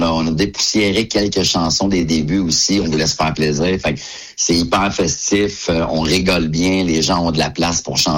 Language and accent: French; Drummondville, Quebec, Canada; notre dernier show chez nous à Drummondville.